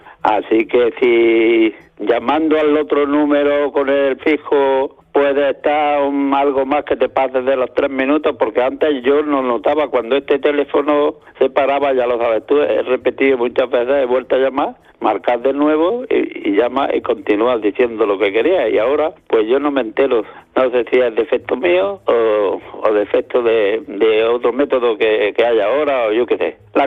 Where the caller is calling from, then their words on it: Almuñécar, Andalusia, Spain; de Almuñécar